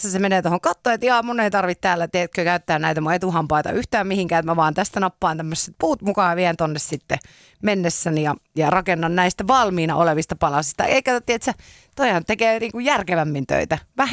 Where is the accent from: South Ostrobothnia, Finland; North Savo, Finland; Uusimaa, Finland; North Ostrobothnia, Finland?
Uusimaa, Finland; Helsinki; helsinkiläisenä